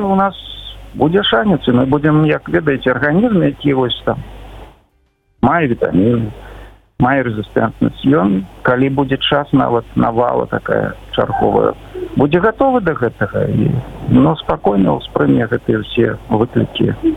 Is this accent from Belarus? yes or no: yes; Belarus; Тому що ми, білоруси, звичайно, так лічимо, що льос наш визначений